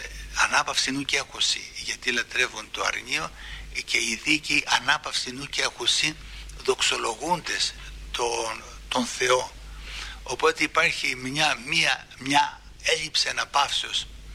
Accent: Greece; είναι μεγάλη ευλογία που είμαστε Έλληνες βαπτισμένοι στο όνομα του Πατρός και του Αγίου Πνεύματος.

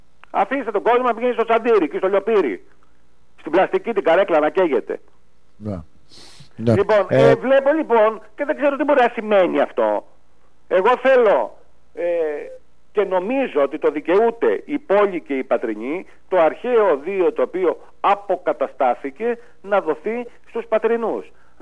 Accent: Patras, Western Greece, Greece; ως πατρινός

